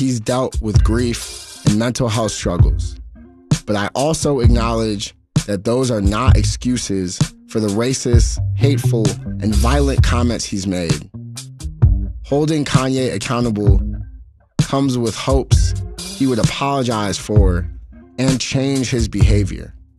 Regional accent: Chicago, Illinois, United States; I'm a first-generation Chicagoan, born and raised. I grew up in Chatham, off 79th and Cottage Grove

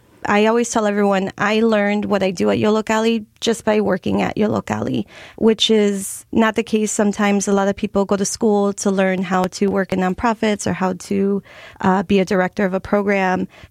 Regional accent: Chicago, Illinois, United States; I grew up in La Villita on 26th and Colon, right by the plaza.

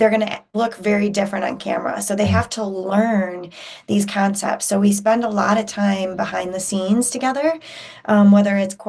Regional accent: Chicago, Illinois, United States; Chris and, you know, we have another brother and I grew up in Chicago.

